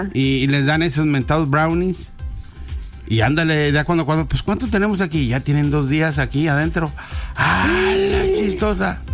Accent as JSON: {"language": "Spanish", "country": "South Korea", "said": "Soy coreano, pero mi corazón es mexicano."}